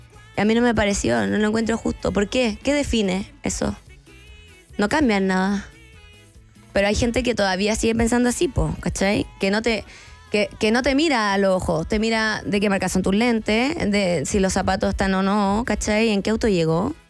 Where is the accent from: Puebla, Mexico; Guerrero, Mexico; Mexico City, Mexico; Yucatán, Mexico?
Puebla, Mexico; como si hay gente que no me conoce y no conoce mi identidad, un poquito vengo de Puebla.